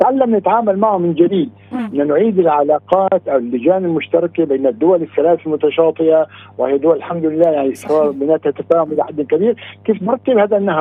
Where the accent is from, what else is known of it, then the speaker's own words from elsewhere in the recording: Aleppo, Aleppo Governorate, Syria; يعني نحن عندنا في حلب عادة الهطول المطري السنوي من مرتفع 330 ملم في السنة